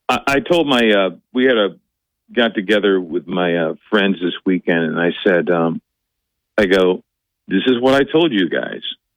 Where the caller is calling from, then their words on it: Binghamton, New York, United States; Hey, good morning, Bob. … from Binghamton.